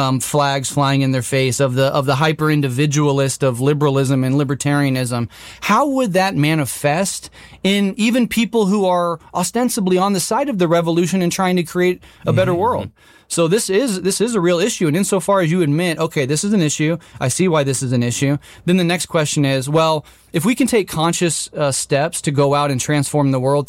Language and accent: English; Omaha, Nebraska, United States; born there; I'm an American. I'm born in Omaha, Nebraska.